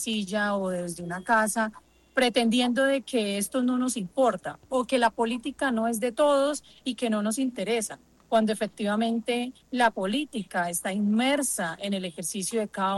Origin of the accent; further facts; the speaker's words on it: Colombia; como colombianos y como colombianas